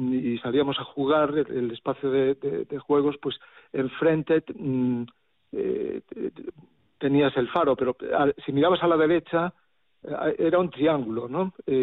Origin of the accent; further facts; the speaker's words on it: A Coruña, Galicia, Spain; yo nací ahí, no en el faro, pero cerquísima, en una calle que se llama Amarola. La calle Amarola, que es el nombre también de un islote que está aquí en la entrada de la bahía en Coruña.